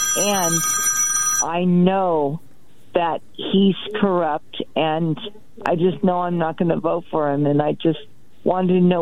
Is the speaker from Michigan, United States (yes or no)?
no; Riverside, California, United States; Well, actually, I'm from Riverside, and I'm in Sheriff Bianco's area